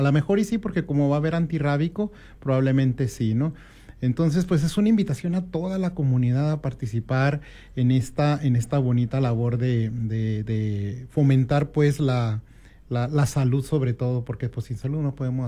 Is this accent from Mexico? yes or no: yes; Mexico; Como mexicanos todos tenemos derecho pues a tener un seguro social.